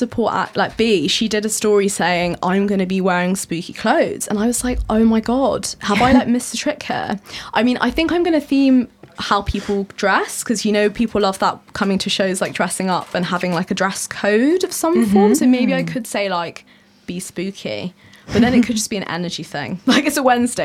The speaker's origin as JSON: {"language": "English", "town": "Brighton", "region": "South East England", "country": "United Kingdom", "tie": "born or raised there", "said": "because I grew up in Brighton, I feel like I'm kind of at home in that kind of setting."}